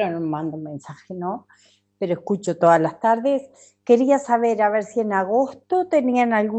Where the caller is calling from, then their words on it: Piriápolis, Maldonado, Uruguay; Te hablo de Piriápolis